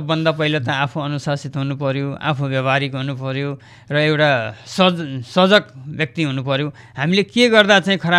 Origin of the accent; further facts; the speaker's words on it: Khajura, Lumbini Province, Nepal; मेरो बाल्यकाल म यहीँ बाँकी जिल्ला खजुरा गाउँपालिका वडा नम्बर 2K गाउँ 19 नम्बर भन्ने प्लट नम्बरमा चाहिँ मेरो जन्म भएको हो।